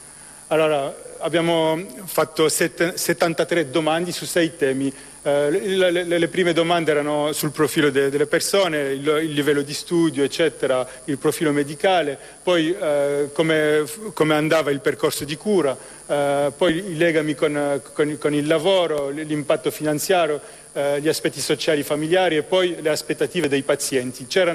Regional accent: Belgium; sono italo-belga, quindi mi rappresenta l'onorevole Crisanti, anche se sono nato e cresciuto in Belgio, ho la doppia cittadinanza

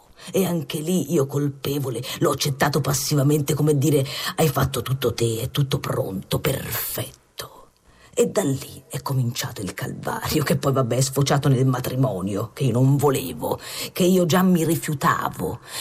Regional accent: Milan, Lombardy, Italy; born there; also born or lived in Tuscany; Partiamo dal fatto che io sono nata a Milano. Poi diciamo che sono stata adottata toscana.

